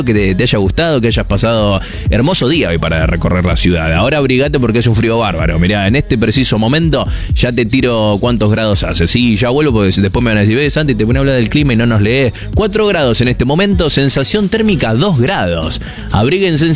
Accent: Concordia, Entre Ríos, Argentina; Somos todos de Concordia, Entre Ríos.

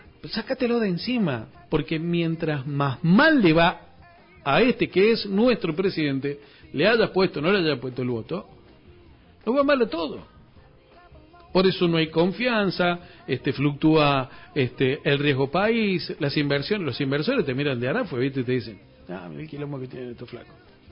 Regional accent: Argentina

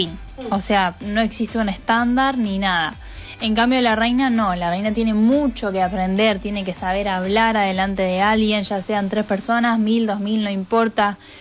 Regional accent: La Maruja, La Pampa, Argentina; moved away as an adult; Soy pampeana, me crié en La Maruja, un pueblito que está a 180 kilómetros de acá, al norte de la provincia. Viví hasta los 18 años, como todos, y después me fui a estudiar, a probar suerte, y bueno, acá estoy

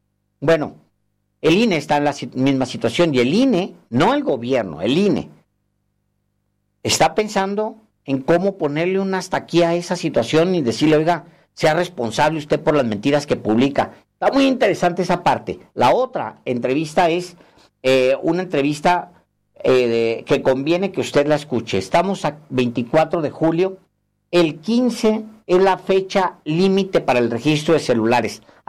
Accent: Ciudad Juárez, Chihuahua, Mexico; moved away; yo crecí en un barrio, en Ciudad Juárez, no recuerdo un parque, kilómetros a la redonda. Yo nací en el centro de la ciudad, de Ciudad Juárez

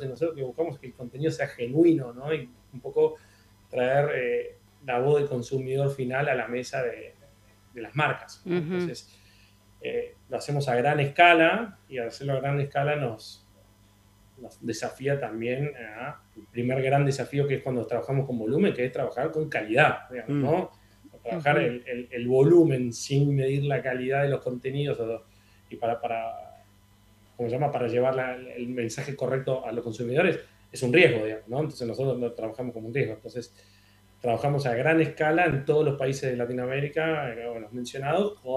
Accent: Argentina; now in Uruguay; Si bien soy argentino, vivo en Uruguay.

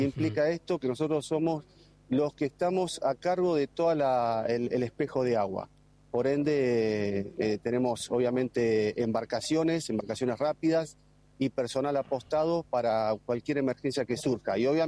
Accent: Punta Alta, Buenos Aires Province, Argentina; now in Neuquén, Argentina; soy oriundo de la ciudad de Punta Alta, nací en el Hospital Naval Puerto Belgrano. Así que soy el primero de la fuerza

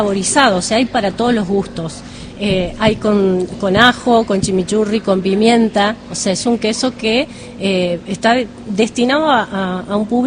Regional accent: Santa Fe, Argentina; now in Villa Mercedes, Argentina; Bueno, yo soy técnico en industrias lácteas, vengo de Santa Fe.

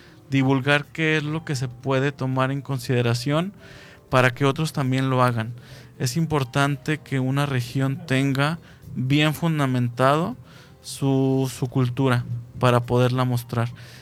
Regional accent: Guadalajara, Jalisco, Mexico; now in Argentina; porque precisamente es mi tierra, de ahí vengo, de Guadalajara.

